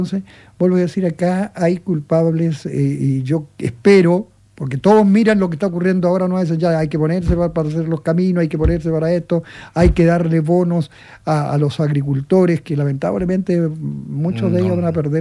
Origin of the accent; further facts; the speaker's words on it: Copiapó, Atacama, Chile; yo que soy de Coyapó